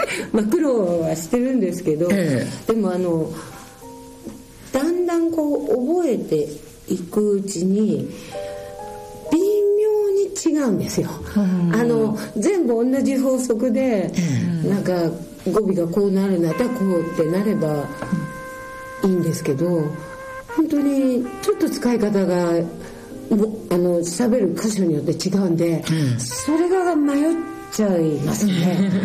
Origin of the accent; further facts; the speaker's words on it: Tokyo, Japan; 東京です。